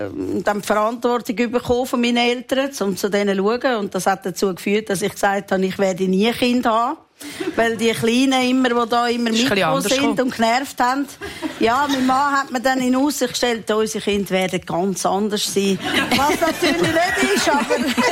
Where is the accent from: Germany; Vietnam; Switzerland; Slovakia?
Switzerland; Ich bin Schweizerin.